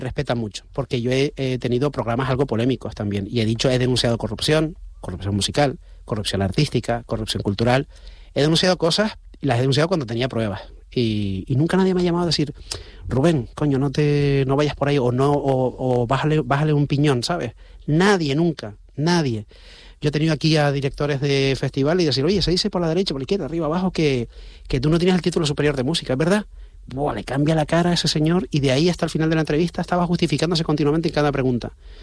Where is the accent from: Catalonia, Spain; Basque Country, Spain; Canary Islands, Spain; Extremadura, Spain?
Canary Islands, Spain; soy canario. No sé por qué, siempre me sale decir que soy canario.